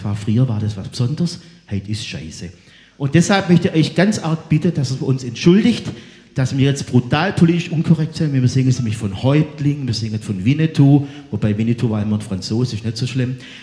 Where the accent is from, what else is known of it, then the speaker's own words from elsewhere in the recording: Sulzbach, Baden-Württemberg, Germany; Und jetzt gehen wir nach Sulzbach, wo ich aufgewachsen bin.